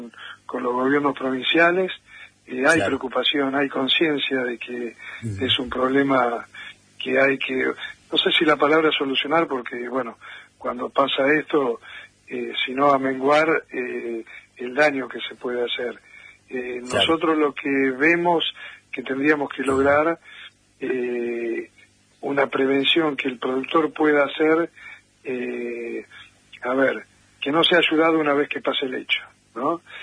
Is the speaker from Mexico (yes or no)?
no; Argentina